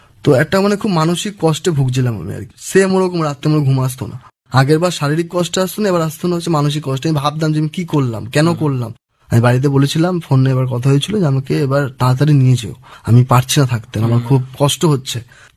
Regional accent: Shyamnagar, West Bengal, India; আমার বাড়ি শ্যামনগর, আমার কলকাতাতেও এক আত্মীয়ের বাড়ি আছে।

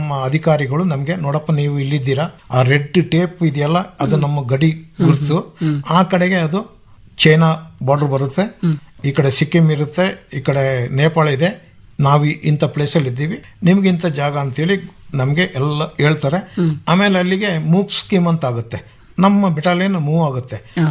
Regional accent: Karnataka, India; ಮತ್ತೆ ನಾವು ಮೂಲತಃ ಕೊಡಗಿನವರು, ಆದ್ರಿಂದ ನಾವು ಸ್ವಲ್ಪ ಹಾಕಿ ಆಟಗಾರರು

